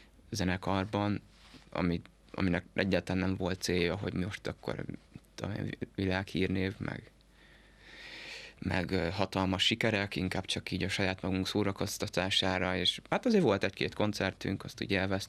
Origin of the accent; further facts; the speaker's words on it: Budapest, Hungary; Budapesti vagyok, édesanyám réflöpi származású, úgyhogy nekünk a Réflöp egy ilyen bázis.